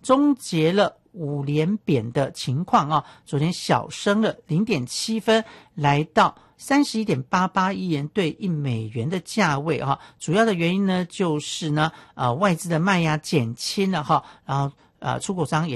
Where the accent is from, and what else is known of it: Taiwan